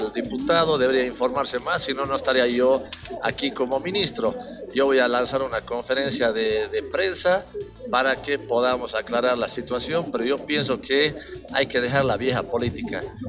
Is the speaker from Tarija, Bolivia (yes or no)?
yes; Tarija, Bolivia; Yo soy ministro, yo soy de Tarija